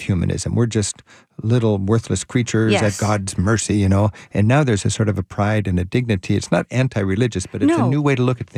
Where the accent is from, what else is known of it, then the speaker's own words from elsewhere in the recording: Florence, Tuscany, Italy; its sister in Florence, in my hometown, the Duomo Brunelleschi.